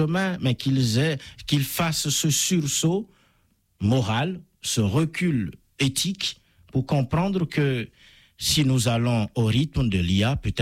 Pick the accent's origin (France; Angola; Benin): Benin; Les choses comme en Afrique, chez moi au Bénin